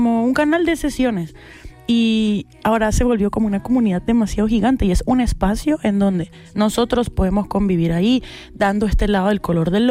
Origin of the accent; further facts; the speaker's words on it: Venezuela; que vengo de Venezuela y pues mi bandera en alto bien, pero yo hago música para el mundo